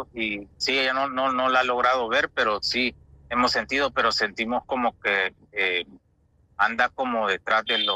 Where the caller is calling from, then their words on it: El Salvador; De El Salvador